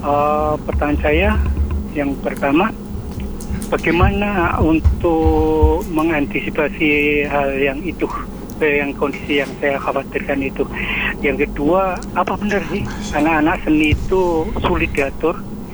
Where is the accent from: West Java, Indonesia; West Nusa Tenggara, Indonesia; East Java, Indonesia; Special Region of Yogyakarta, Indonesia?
Special Region of Yogyakarta, Indonesia; Yogyakarta; moved away; Jadi saya asal dari Jogja dan di sini perantau.